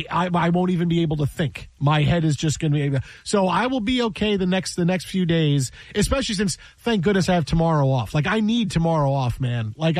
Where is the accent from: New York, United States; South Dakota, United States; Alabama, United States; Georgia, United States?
New York, United States; Like, I grew up in New York.